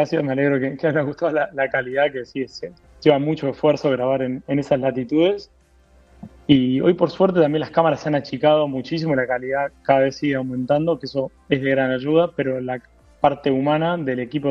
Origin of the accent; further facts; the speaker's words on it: Buenos Aires Province, Argentina; Somos de las afueras de Buenos Aires.